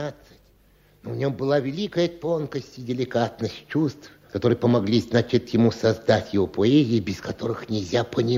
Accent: Siberia, Russia; moved away; вот я, значит, из Сибири

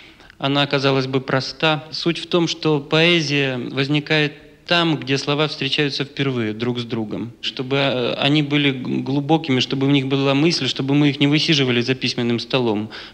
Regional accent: Zolotonosha, Cherkasy Oblast, Ukraine; moved away as an adult; now in Moscow, Russia; Наш городишко маленький. Я родом из Золотоноша, с Украины

